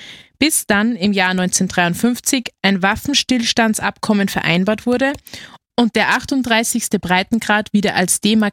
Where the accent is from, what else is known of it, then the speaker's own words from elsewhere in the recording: Austria; Wir hätten eigentlich gesagt, wir sind aus Österreich, keine Kangaroos.